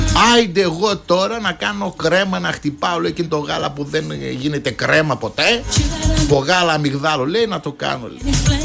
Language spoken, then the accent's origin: Greek; Greece; εκεί στον Άγιο Χριστόφορο Χωσερών, το χωριό μου.